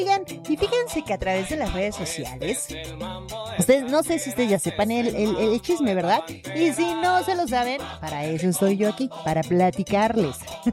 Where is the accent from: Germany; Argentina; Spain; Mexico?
Mexico; yo creo que nosotros como mexicanos en algún momento, ¿no?, hemos pasado por alguna situación similar